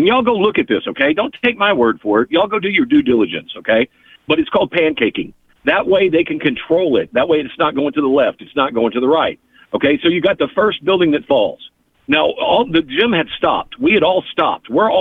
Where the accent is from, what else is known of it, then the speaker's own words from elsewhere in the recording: Houston, Texas, United States; I grew up in Houston, Texas